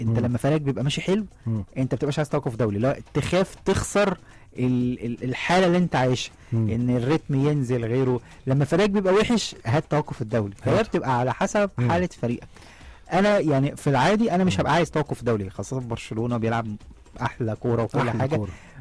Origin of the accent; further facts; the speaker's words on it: Egypt; احنا كمصريين